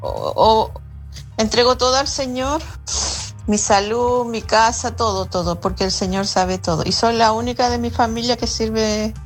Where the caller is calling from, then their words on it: Puerto Montt, Los Lagos, Chile; de Puerto Montt.